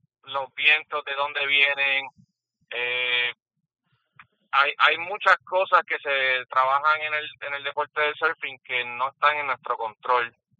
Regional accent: Puerto Rico

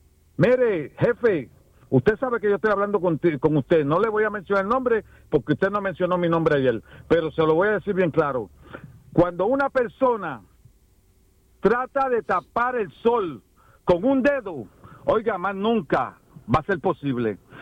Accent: Puerto Rico; now in U.S. Virgin Islands; yo soy nacido y criado en Puerto Rico.

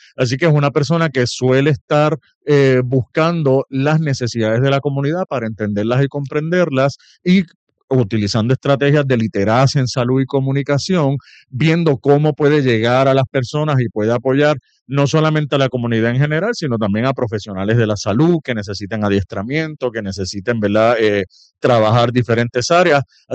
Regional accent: Bayamón, Puerto Rico; soy primeramente puertorriqueño, de Bayamón

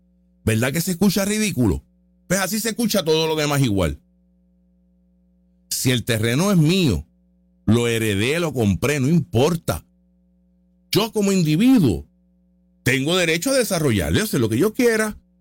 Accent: Puerto Rico; yo como puertorriqueño

